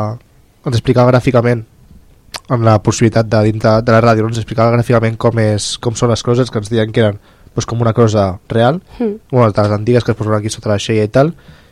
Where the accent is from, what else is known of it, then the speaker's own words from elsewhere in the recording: Vilanova, Catalonia, Spain; Per això soc de Vilanova